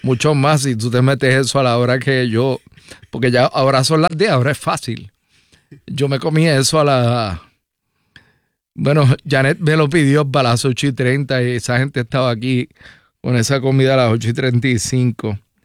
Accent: Puerto Rico; Yo usualmente no como... como boricua bestial, entre 8 y 30 y 10

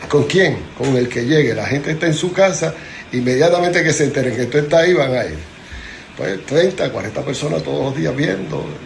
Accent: San Sebastián, Puerto Rico; also born or lived in Aguadilla, Puerto Rico; nací en el hospital de la base Reymín, pero somos de San Sebastián, ahí me crió

